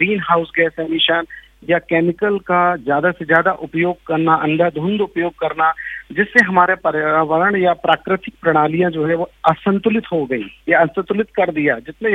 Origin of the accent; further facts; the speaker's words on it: Niwari, Madhya Pradesh, India; now in Amarkantak, India; मूलतः मैं मध्य प्रदेश मंडला के छोटे से गांव निवारी का रहने वाला हूं। बचपन से ही गांव की मिट्टी, जंगल और नर्मदा की धाराएं मेरे जीवन के सच्चे शिक्षक रहे हैं।